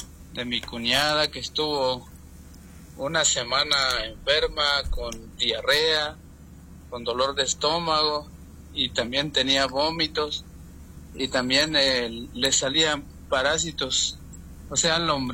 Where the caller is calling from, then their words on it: Huehuetenango, Guatemala; Yo le llamo de aquí, de Varillas, hermano, departamento de Huehuetenango, Guatemala.